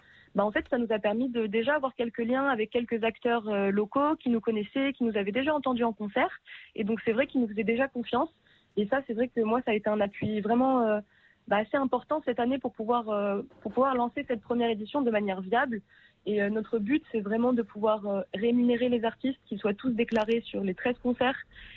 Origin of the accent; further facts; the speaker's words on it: Occitanie, France; now in Germany; tout est parti du fait que moi je suis originaire des Vallées des Gaves.